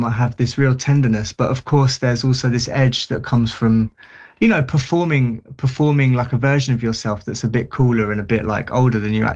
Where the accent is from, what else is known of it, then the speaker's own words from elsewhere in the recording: London, United Kingdom; But you know, it was a similar deal in where I grew up in South London.